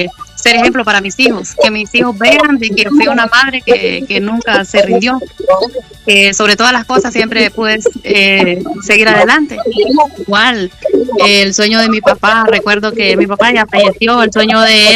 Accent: Cortés, Honduras; now in San Pedro Sula, Honduras; Yo amo mi Quezalapa, yo soy feliz, yo me siento orgullosa de mi aldea, de donde soy. Yo siempre diré que yo soy de la Guaje Quezalapa y de ahí soy, y ahí está mi ombligo.

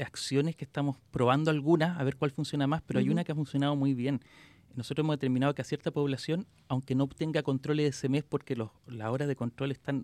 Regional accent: San Vicente de Tagua Tagua, O'Higgins, Chile; yo soy sanvicentano, estoy trabajando para mi pueblo, para mi gente.

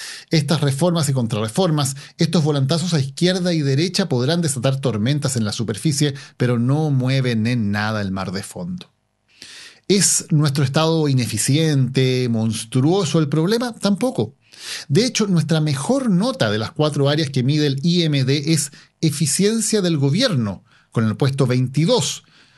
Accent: Chile

